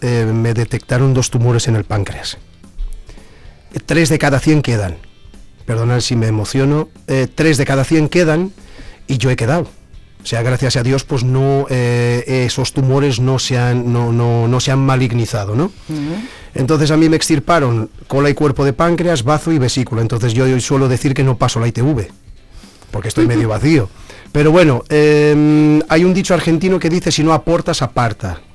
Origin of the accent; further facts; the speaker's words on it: Lisbon, Portugal; now in Zamora, Spain; soy oriundo de Lisboa, pero zamorano de... Y yo me siento muy zamorano